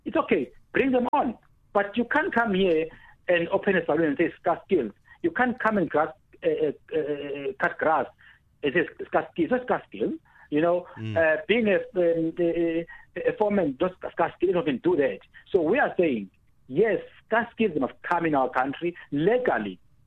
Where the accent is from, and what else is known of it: South Africa